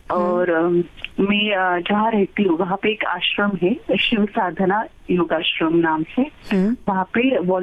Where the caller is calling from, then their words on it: Rajgurunagar, Maharashtra, India; मैं पुणे से हूँ, राजगुरु नगर।